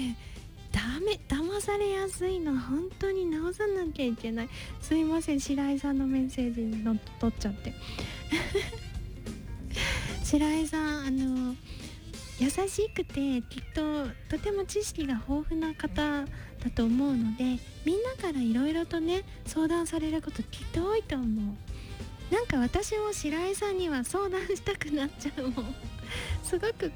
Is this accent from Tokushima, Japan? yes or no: yes; Tokushima, Japan; 私は徳島出身なんだけど、まあやっぱ地方の人はねとか言われる